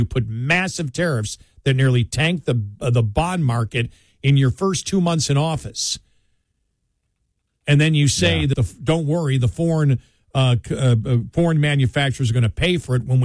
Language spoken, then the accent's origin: English; Buffalo, New York, United States; When you live there, and I grew up in Buffalo, it's a border town.